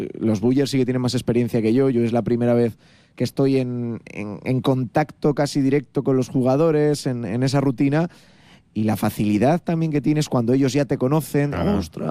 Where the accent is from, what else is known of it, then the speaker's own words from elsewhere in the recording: Bilbao, Basque Country, Spain; also born or lived in Madrid; me marché de Madrid y me fui a Bilbao con mi gente, a mi tierra, tranquilo, sin líos.